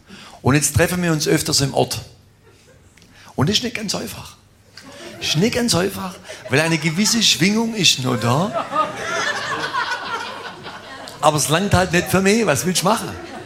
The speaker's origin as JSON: {"language": "German", "town": "Leinfelden", "region": "Baden-Württemberg", "country": "Germany", "tie": "born or raised there", "also_born_or_lived": "Stuttgart", "said": "Und zwar ist es so, ich bin in Stuttgart geboren und bin in Leinfelden aufgewachsen. Jetzt ist mir es aber in Leinfelden zu eng geworden."}